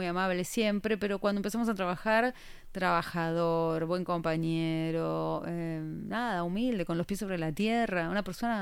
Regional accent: Buenos Aires, Argentina; born or raised there; also born or lived in New York / London

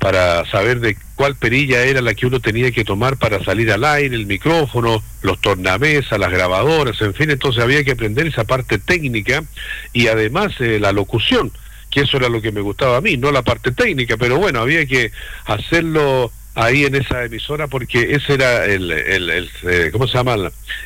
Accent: Los Andes, Valparaíso, Chile; yo partí precisamente en Los Andes, yo soy andino de corazón. Viví muchos años en la época de mi juventud

